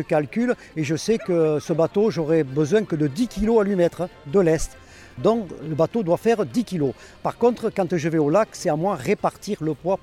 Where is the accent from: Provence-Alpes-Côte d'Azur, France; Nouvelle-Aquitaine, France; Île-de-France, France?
Nouvelle-Aquitaine, France; Pau; Et comme je suis d'origine du Béarn, de Pau, et elle est d'origine de Guipuscoa, on a dit eh bien, on ira vivre en Daï au milieu.